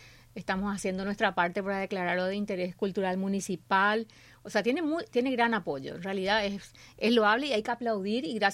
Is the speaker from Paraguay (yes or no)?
yes; Asunción, Paraguay; yo como paraguaya, como asuncena